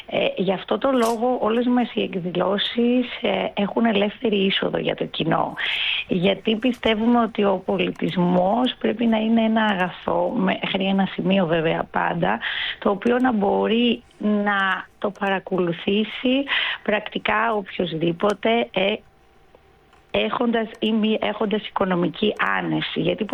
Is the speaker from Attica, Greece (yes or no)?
no; Thessaloniki, Central Macedonia, Greece; γιατί είμαι Θεσσαλονικιά, που διατηρώ εξοχική κατοικία στο νησί.